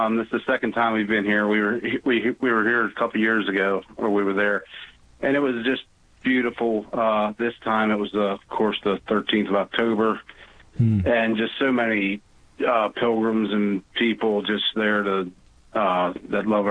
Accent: Maryland, United States; Well, I'm from Maryland. I grew up in Maryland, okay.

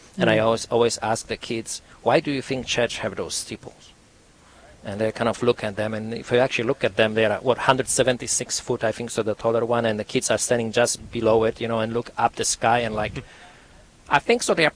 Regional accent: Poland; English is a second language; now in United States; we are Catholics, and I grew up in Poland, in a Catholic country. When I arrived to the United States

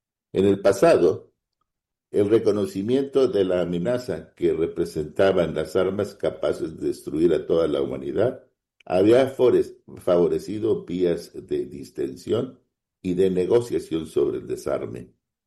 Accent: Mexico; los que somos mexicanos

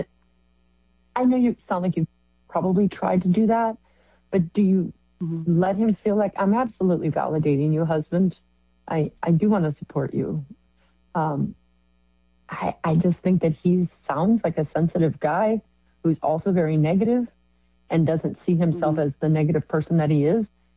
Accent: Milwaukee, Wisconsin, United States; I'm from Milwaukee

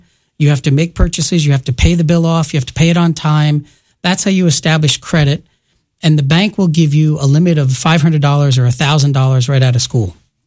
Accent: New York City, New York, United States; I grew up in the Bronx, New York.

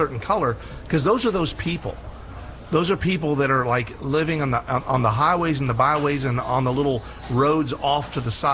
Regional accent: United States; born there

